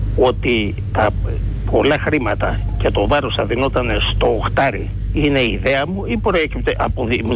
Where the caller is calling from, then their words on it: Piraeus, Attica, Greece; από Πειραιά.